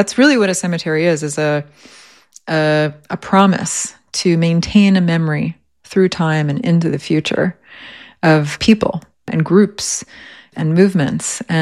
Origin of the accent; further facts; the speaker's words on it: Connecticut, United States; Growing up in Connecticut, in the woods, it's a very different experience.